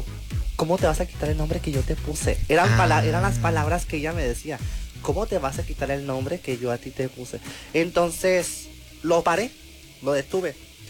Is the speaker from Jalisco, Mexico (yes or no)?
yes; Tomatlán, Jalisco, Mexico; also born or lived in Tepic, Nayarit; now in Bahía de Banderas, Mexico; Yo toda mi vida la viví en un pueblo. Yo soy del municipio, o sea, nací en Tepic, pero yo a los 6 años partí al municipio de Tomatlán y me crié en un pequeño pueblo.